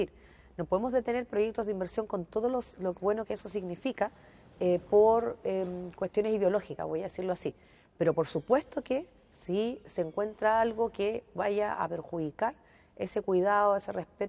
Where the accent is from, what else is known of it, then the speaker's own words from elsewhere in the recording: Antofagasta, Chile; Yo represento a la ciudad de Antofagasta, soy antofagastina, y por lo tanto toda la vida he convivido, primero viendo a mis abuelos con manchitas blancas por el arsénico en el agua